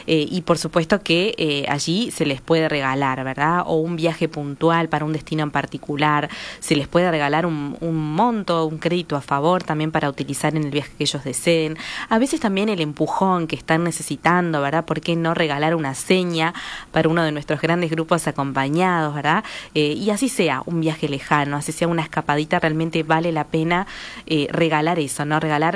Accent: Spain

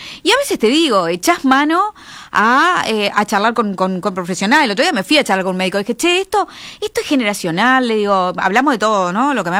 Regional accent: Uruguay; Como todo uruguaya, en un tiempo así

